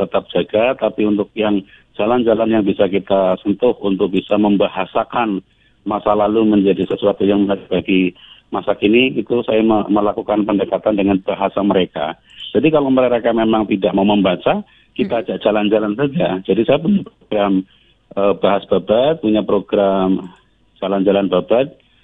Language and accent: Indonesian; Banyumas, Central Java, Indonesia; karakter-karakter leluhur kami di Banyumas